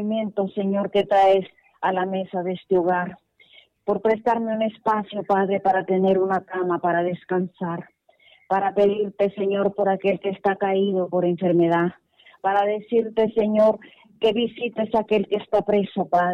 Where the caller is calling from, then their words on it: Comayagüela, Francisco Morazán, Honduras; Desde aquí de Comayagüela … les saluda